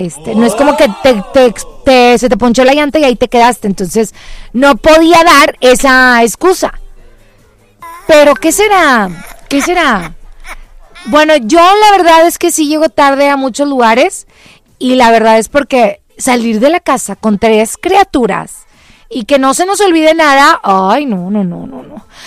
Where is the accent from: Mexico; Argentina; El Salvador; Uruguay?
Mexico; Y es que de pronto somos súper ingeniosos, eso es algo que nos distingue siendo mexicanos.